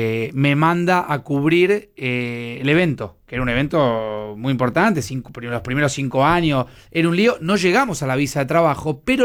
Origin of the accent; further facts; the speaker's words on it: Argentina; mira, yo soy argentino